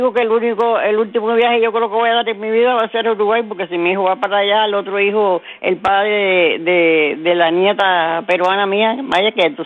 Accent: Cuba; moved away; yo desde que llegué de Cuba, cuando fui allá a Nueva York, que trabajé en una factoría, habían peruanos

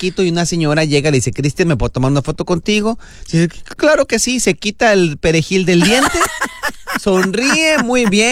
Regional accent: Mexico

